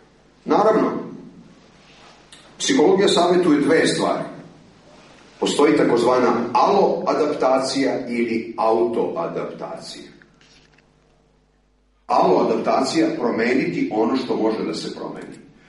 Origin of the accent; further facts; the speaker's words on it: Vojvodina, Serbia; Što kažu kod nas u Vojvodini, ja drumom, on šorom.